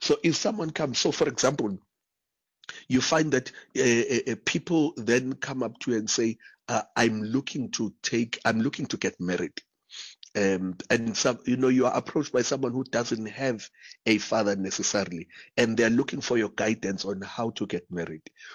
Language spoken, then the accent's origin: English; Durban, KwaZulu-Natal, South Africa; we grew up in segregated beaches. We grew up where I'm born and raised in Durban.